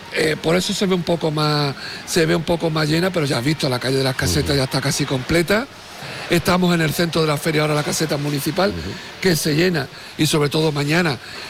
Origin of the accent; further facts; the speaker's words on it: Andalusia, Spain; somos vecinos de Jerez, hijos ilustres de una matriz como Jerez de la Frontera, tierra de vinos como lo somos en parte nosotros, ¿no?